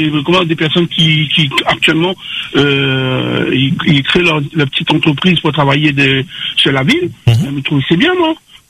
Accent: Saint-Denis, France; Nous, moi, je suis de Saint-Denis, moi. J'habite dans les environs, moi.

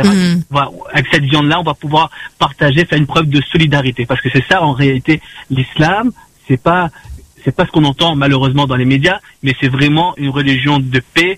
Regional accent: Réunion; J'ai jamais eu l'occasion de pouvoir fêter l'Aïd autre part que ici à La Réunion.

